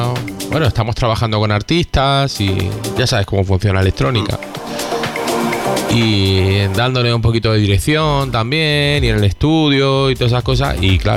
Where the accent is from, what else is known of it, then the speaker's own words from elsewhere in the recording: Catalonia, Spain; Que tú sabes que yo soy catalán, ¿eh?